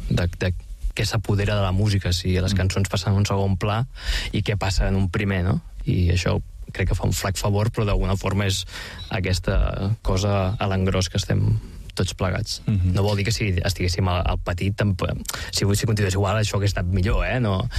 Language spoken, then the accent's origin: Catalan; Mataró, Catalonia, Spain; now in Barcelona, Spain; jo no em volia desempatronar de Mataró. Per aquest punt nostàlgic, no? De dir, no, jo no vull ser de Barcelona, jo vull ser de Mataró.